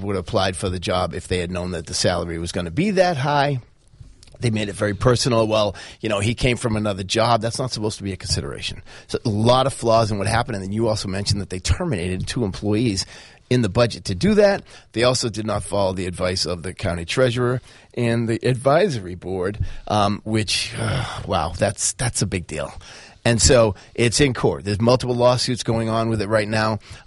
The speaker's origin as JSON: {"language": "English", "town": "Brockton", "region": "Massachusetts", "country": "United States", "said": "I come from Brockton, so we consider it a kind of a town. It's not a huge, big city like Boston or something like that."}